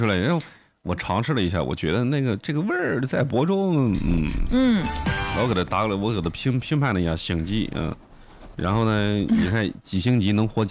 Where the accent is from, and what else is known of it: Bozhou, Anhui, China